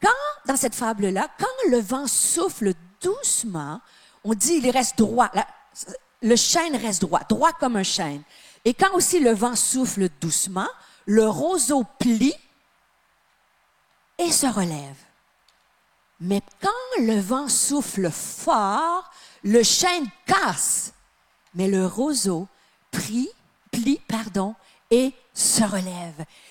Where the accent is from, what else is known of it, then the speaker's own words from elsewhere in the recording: Quebec, Canada; Non, moi, je suis pas française, je suis québécoise.